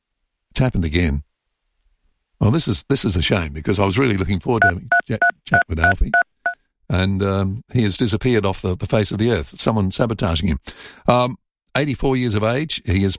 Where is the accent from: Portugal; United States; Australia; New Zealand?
Australia; Melbourne, Victoria; You know, I was from Melbourne and Collingwood, black and white.